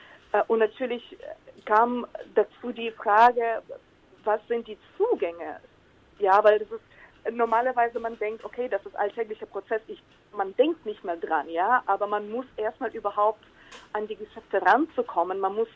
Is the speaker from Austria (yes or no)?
no; Ukraine; ich habe als Kind in der Ukraine, als ich dann noch die Ukraine ganz ganz junger Staat war, ich habe dann mit anderen Mädchen aus meinem Nachbarschaft auch Modenschauen organisiert.